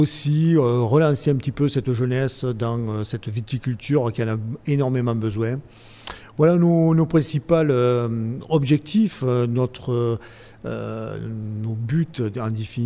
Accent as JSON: {"language": "French", "town": "Limoux", "region": "Occitanie", "country": "France", "tie": "born or raised there", "said": "ma région natale, qui est Limoux"}